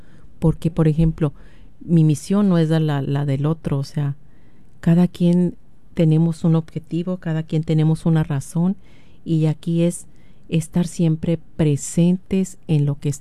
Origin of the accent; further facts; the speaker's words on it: Mexico; now in California, United States; traemos esas costumbres de allá de nuestro México que nos identifica